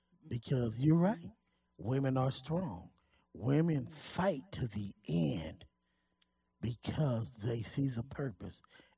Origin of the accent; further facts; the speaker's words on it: Pomona, California, United States; my hometown of Pomona